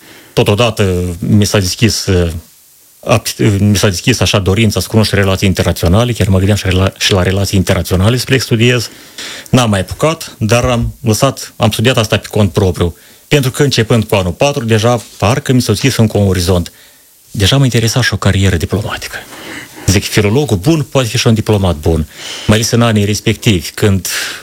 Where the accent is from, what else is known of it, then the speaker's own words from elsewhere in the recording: Criuleni District, Moldova; Eu sunt băștenaș din Tatu Boșcana, Răunul Creuleni, o localitate care are peste 400 de ani de la fondare.